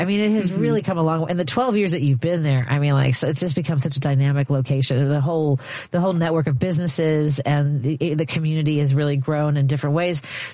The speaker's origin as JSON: {"language": "English", "town": "Chicago", "region": "Illinois", "country": "United States", "tie": "born or raised there", "said": "I grew up in Norwood."}